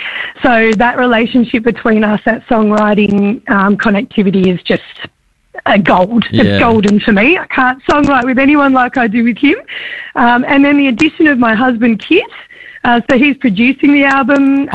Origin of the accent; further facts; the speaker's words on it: Tasmania, Australia; As a kid growing up in Tassie